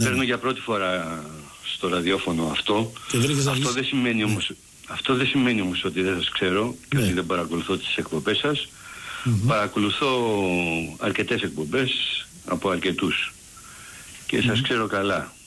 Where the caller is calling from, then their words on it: Attica, Greece; από Αττικό Νάλσος.